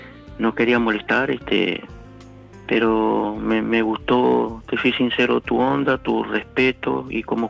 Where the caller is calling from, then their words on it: Manuel Alberti, Buenos Aires Province, Argentina; Yo soy de Manuel Alberti, partido de Pilar